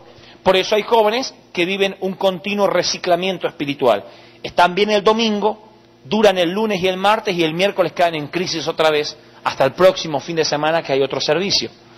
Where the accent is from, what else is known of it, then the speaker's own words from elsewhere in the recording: Argentina; como buenos argentinos, pedantes y orgullosos